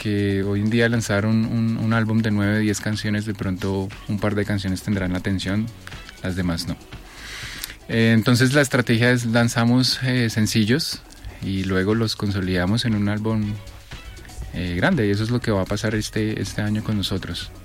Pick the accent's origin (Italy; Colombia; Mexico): Colombia; born there; nosotros somos colombianos por nacer en Colombia.